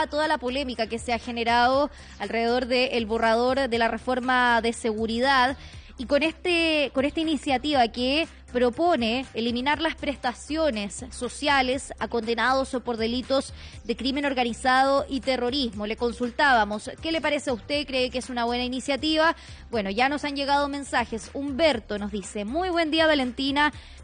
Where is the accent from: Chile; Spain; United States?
Chile; qué bonito es conocer de la cultura de nuestro país a través de la música.